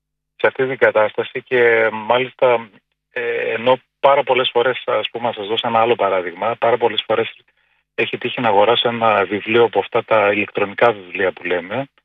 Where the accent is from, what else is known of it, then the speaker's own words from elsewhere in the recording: Thessaloniki, Central Macedonia, Greece; Εγώ είμαι από τη Θεσσαλονίκη